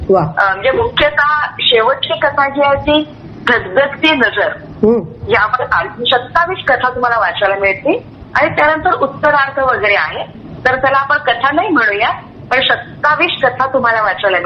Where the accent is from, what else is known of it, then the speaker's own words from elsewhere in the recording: Nagpur, Maharashtra, India; moved away as an adult; also born or lived in Nashik / Thane; मी मुळात नागपूरची, माहेर नागपूरचं, माझं शिक्षण नागपूरच्या सोमलवार शाळेत झालं